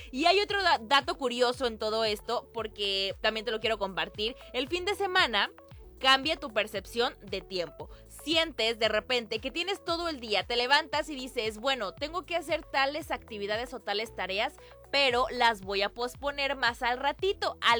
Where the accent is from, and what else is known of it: Mexico